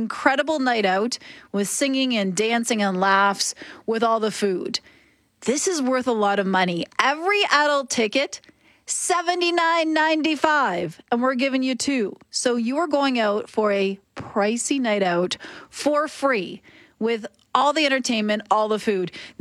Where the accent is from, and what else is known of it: Ontario, Canada; born or raised there